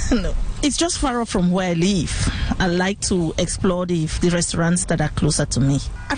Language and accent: English; Cameroon; now in Edmonton, Canada; I am originally from Cameroon.